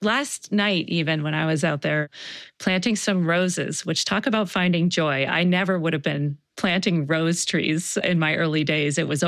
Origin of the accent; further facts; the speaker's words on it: Baltimore, Maryland, United States; You know, I'm from Baltimore